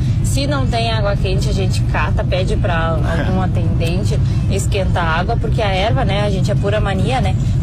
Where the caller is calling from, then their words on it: Santa Maria, Rio Grande do Sul, Brazil; aqui de Santa Maria, e o que me representa como gaúcha é o chimarrão.